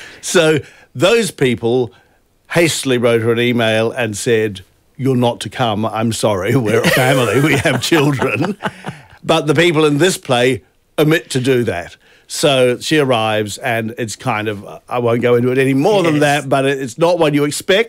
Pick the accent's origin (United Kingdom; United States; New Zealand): New Zealand; I grew up in New Zealand. … were absolutely seminal to my musical upbringing.